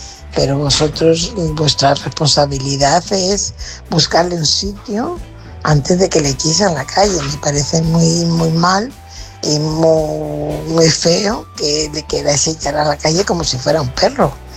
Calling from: Fuenlabrada, Community of Madrid, Spain; corresponsal de Fuenlabrada.

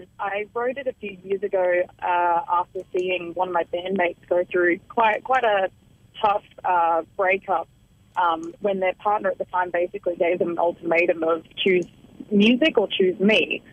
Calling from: Brisbane, Queensland, Australia; From Brisbane, actually.

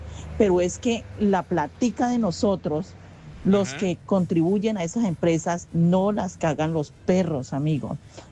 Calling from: Ibagué, Tolima, Colombia; soy de aquí del barrio Versalles.

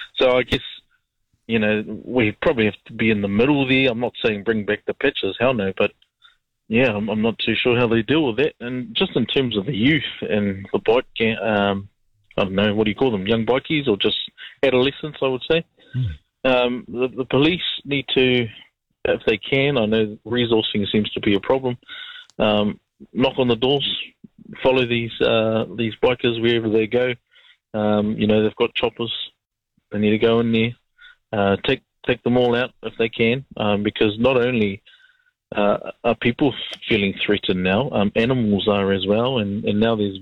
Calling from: New Zealand; So as a New Zealander

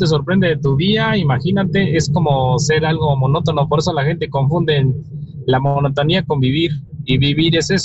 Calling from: Mexico City, Mexico; en la Ciudad de México.

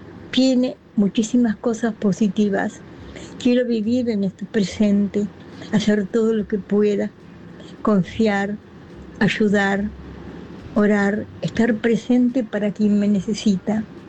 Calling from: Buenos Aires, Argentina; del barrio de Belgrano.

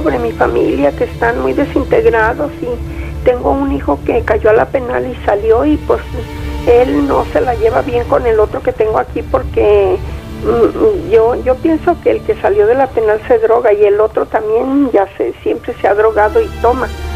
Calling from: Guadalajara, Jalisco, Mexico; De aquí, de Guadalajara.

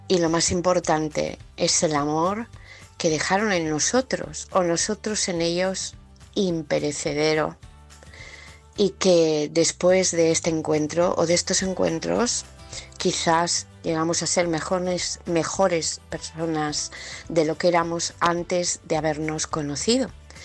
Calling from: Burgos, Castile and León, Spain; Un abrazo enorme para todos desde Burgos.

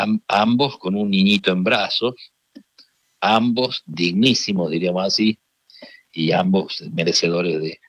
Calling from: Córdoba, Argentina; Sí, estoy aquí a mi tierra.

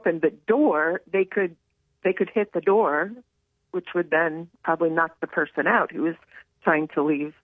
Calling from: Summit County, Ohio, United States; Actually, I live in Summit County, but this is in Portage County.

